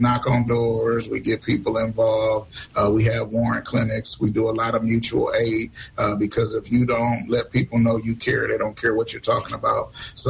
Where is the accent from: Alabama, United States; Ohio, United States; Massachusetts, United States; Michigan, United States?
Michigan, United States; Pontiac; I'm from Pontiac, the center of the universe.